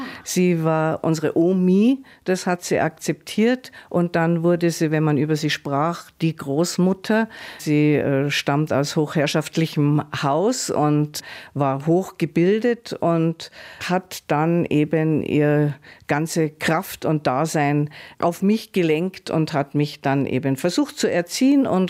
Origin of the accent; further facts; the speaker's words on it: Bavaria, Germany; Ja, also ich fühle mich immer als Bayer, weil ich nun mal in Bayern geboren bin und sozialisiert wurde.